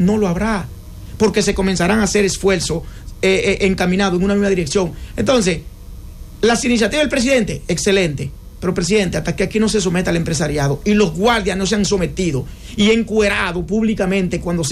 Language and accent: Spanish; Dominican Republic